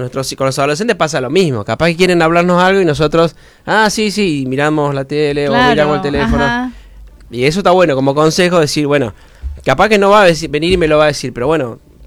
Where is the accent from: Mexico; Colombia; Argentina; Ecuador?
Argentina; Buenos Aires; yo vengo de Buenos Aires y hemos conocido distintos espacios de iglesias